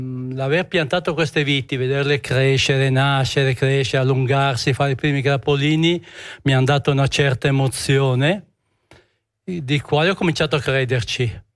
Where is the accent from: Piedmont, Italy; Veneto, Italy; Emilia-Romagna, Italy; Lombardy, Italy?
Lombardy, Italy; Viggiù; moved away as an adult; now in Tremona, Switzerland; Sì, io sono nato a Viggiù. E vabbè, ho vissuto fino a 24 anni a Viggiù, poi mi sono sposato con una bella zucchina e ci siamo trasferiti, appunto mi sono trasferito in Ticino